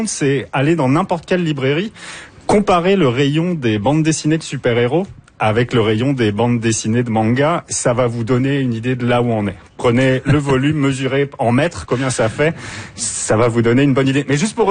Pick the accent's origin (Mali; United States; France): France; now in Quebec, Canada; moi, je viens de France